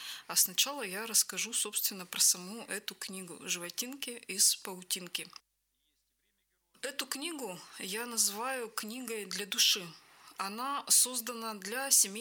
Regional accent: Poltinina, Vologda Oblast, Russia; На вологодском диалекте название моей родной деревни Полтинина звучит своеобразно.

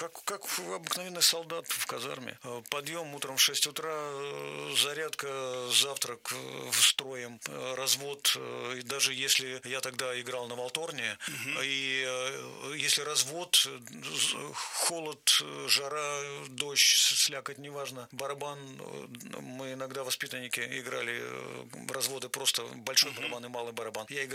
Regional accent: Russia

